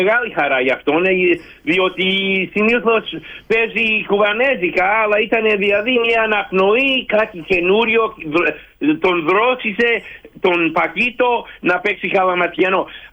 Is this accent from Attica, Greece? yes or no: no; Thessaloniki, Central Macedonia, Greece; που είμαι και εγώ από τη Θεσσαλονίκη.